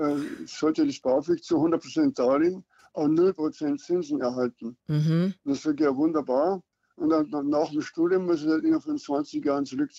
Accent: Bavaria, Germany; Und der war noch etwas anständiger als ich als Niederbayer

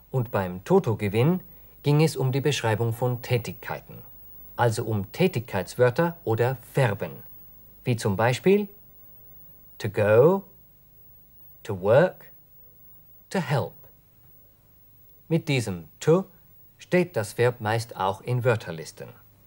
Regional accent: England, United Kingdom; I speak English. Naja, Kunststück. Ich bin ja Engländer.

